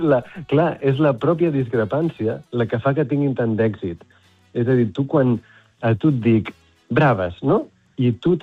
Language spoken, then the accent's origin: Catalan; Girona, Catalonia, Spain; born there; jo vaig néixer a Girona